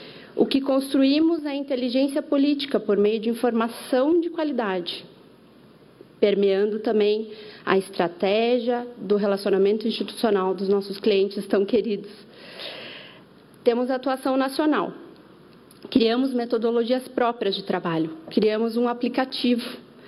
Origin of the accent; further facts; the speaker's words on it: Curitiba, Paraná, Brazil; now in São Paulo, Brazil; eu sou de Curitiba, mas o Estado de São Paulo foi o Estado que me acolheu.